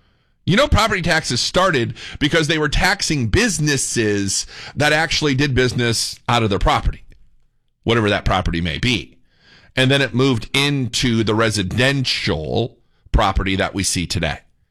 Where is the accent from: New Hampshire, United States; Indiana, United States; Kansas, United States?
Indiana, United States; moved away as an adult; now in Fort Worth, United States; I'm from Indiana. I don't hide it. I'm a Yankee, born and raised Hoosier.